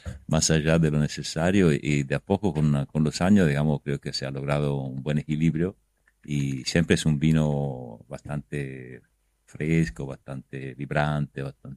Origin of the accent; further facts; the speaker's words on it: Tuscany, Italy; now in Argentina; También en Toscana, de donde yo vengo